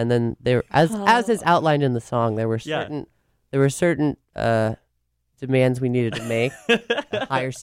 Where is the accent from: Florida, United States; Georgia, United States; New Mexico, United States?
Georgia, United States; Flowery Branch; now in Seattle, United States; I'm from Georgia originally